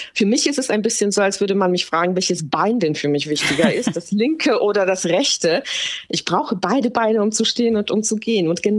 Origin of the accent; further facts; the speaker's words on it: Poland; now in Germany; wie ich mich jetzt als Polin fühle und das ist jetzt, wie ich mich als Deutsche fühle, sondern ich glaube, das Besondere ist eben, dass es so ein Mischwesen ist